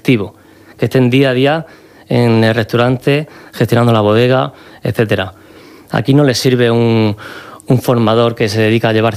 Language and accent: Spanish; Cehegín, Region of Murcia, Spain; Somos los dos de Cejín, fuimos al mismo colegio